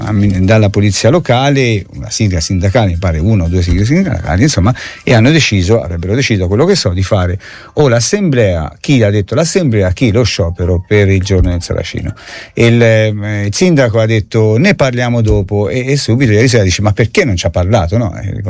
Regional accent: Rigutino, Tuscany, Italy; Ma io vengo da Rigutino, non vengo da Arezzo, capito? Io sono un rapo di Chiana, come ci chiamavate una volta.

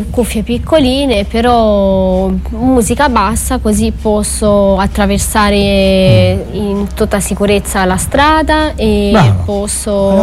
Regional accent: Romania; now in Italy; È dalla parte ovest del mio paese.

